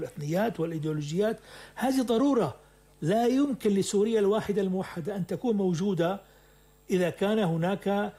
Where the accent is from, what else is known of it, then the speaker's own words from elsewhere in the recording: Syria; وأنا كسوري